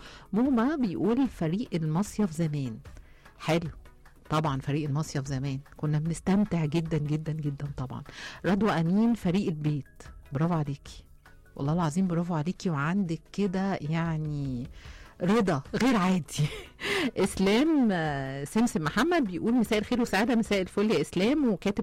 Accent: Egypt; احنا عامه عندنا في مصر اماكن كتير جدا حلوه

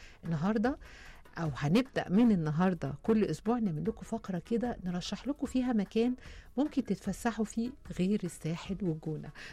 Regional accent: Egypt; احنا عندنا أماكن في مصر كتيرة جدا جدا

